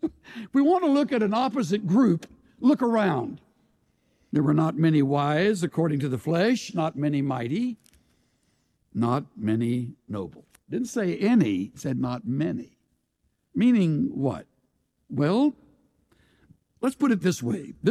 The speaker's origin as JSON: {"language": "English", "town": "El Campo", "region": "Texas", "country": "United States", "said": "Me, I'm from the great metropolis of El Camp"}